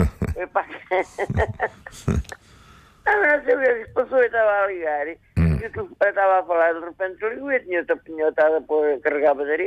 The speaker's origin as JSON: {"language": "Portuguese", "country": "Portugal", "tie": "born or raised there"}